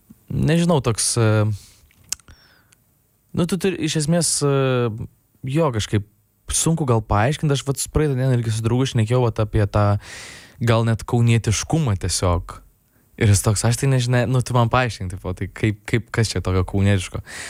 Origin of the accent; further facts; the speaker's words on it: Kaunas, Kaunas County, Lithuania; aš kadangi augau Dainavoj, tai ten toks, nu, mano vaikystai, tai ten būdavo ką veikti, nu, tipo, nebuvo ten labai saugu, kad ten galėtum visą laiką ten vienas kažkaip visur lakstyt.